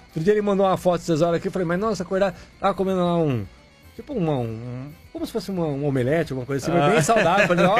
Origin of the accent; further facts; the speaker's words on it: Araras, São Paulo, Brazil; lá da minha cidade de Araras, no interior de São Paulo.